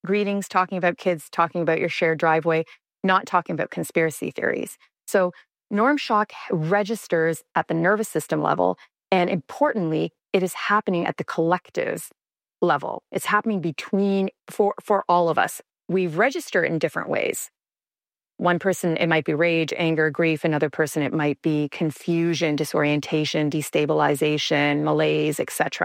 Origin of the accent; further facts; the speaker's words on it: Canada; I'm a Canadian, I would have never thought that that our relationship with the U.S. would become destabilized.